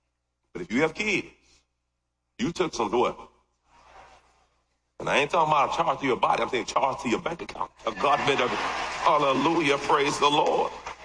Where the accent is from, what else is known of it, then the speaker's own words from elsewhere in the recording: Washington, District of Columbia, United States; I grew up in D.C., so I grew up around Patrick Ewing.